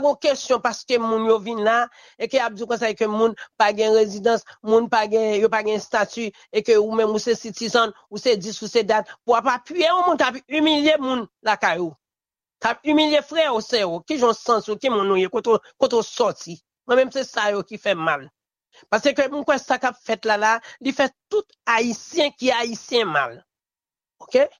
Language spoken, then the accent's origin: French; Haiti